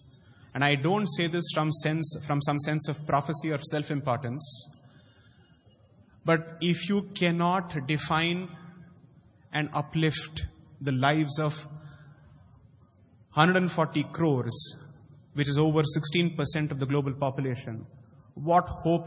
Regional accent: Delhi, India; and I come from Delhi, for the last 17 years it's been my home

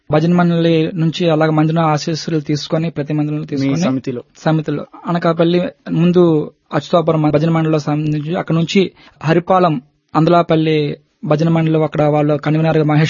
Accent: Andhra Pradesh, India; moved away as an adult; now in Visakhapatnam, India; యాక్చువల్గా మాది శ్రీకాకుళం డిస్ట్రిక్ట్ కోడుమల్లి మండలం. అక్కడ నుంచి నా చదువు అంతా అయింది.

